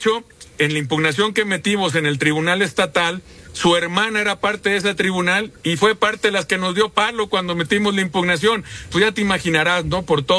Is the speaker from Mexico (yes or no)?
yes; Sinaloa, Mexico; yo soy nacido sinaloense, mi esposa, mis hijos, mis papás, mi hermana, toda mi vida la he pasado en Sinaloa.